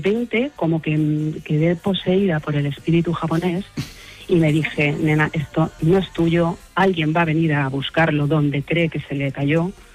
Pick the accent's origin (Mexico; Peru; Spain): Spain; Y yo, como soy española, pues me agaché a cogerla.